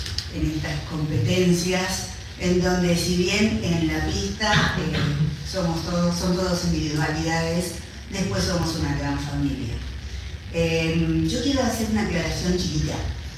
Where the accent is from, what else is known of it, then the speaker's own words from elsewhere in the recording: Reconquista, Santa Fe, Argentina; Un placer, realmente, un placer volver a Reconquista, mi tierra natal.